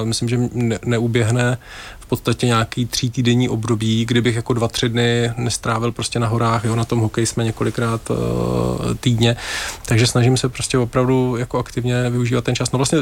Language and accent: Czech; Brno, South Moravian Region, Czechia; moved away as an adult; jsem se narodil v Brně a do 22 let jsem vlastně žil tam a to je město celkem v rovině